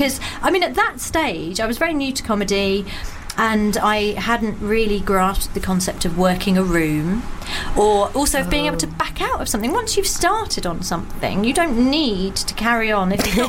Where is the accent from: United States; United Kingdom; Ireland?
United Kingdom; England; I am like English